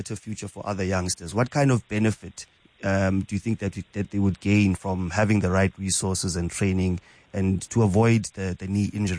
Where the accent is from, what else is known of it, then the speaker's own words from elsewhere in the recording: East London, Eastern Cape, South Africa; I come from East London for it to end. Emondi, and now called, of course, Kukombo City. When I grew up, we used to drive, and then all you'd see is people running in the freeway.